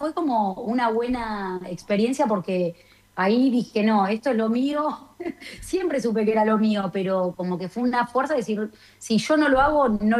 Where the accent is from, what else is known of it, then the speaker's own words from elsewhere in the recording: Argentina; born there; moved away as an adult; also born or lived in Mexico; Yo en realidad sí nací en Argentina y me fui con mi familia, con mi marido y mis hijos a vivir y estuvimos casi 4 años por temas laborales de mi esposo